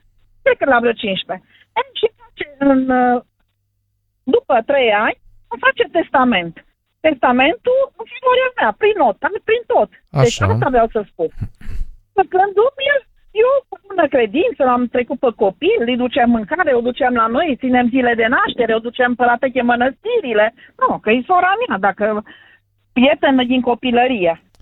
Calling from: Cluj-Napoca, Cluj County, Romania; și sunt din Cluj-Napoca

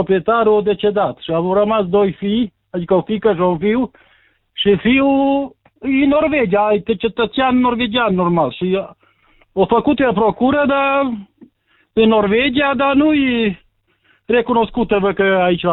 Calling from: Romania; din Sighiorj, băi.

